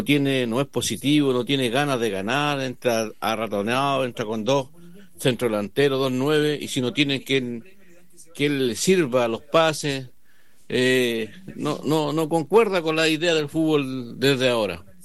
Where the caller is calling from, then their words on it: Talca, Maule, Chile; de Talca.